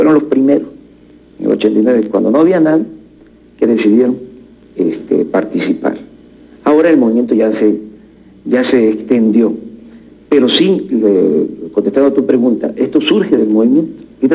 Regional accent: Macuspana, Tabasco, Mexico; born there; Yo nací en un campo petrolero que se llamaba Fortuna Nacional. Soy de Macuspana, de un pueblo que lleva el nombre de Tepetitán, un pueblo de 1.500 habitantes, no, menos, como de 1.000 habitantes. Es una vida rural muy interesante, muy libre

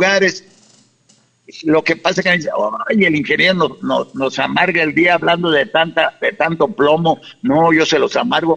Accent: Michoacán, Mexico; yo soy paisano

